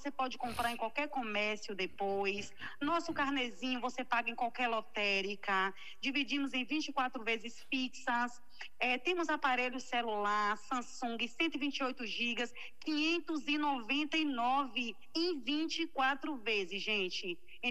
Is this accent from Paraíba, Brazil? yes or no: no; Aurelino Leal, Bahia, Brazil; Eu conheço Aurelino Leal, minha infância toda foi aí em Aurelino Leal.